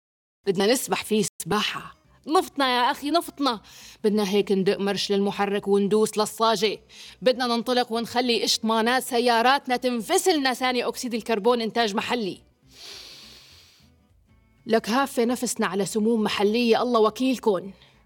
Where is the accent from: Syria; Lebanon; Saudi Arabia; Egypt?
Syria; بنتمنى كسوريين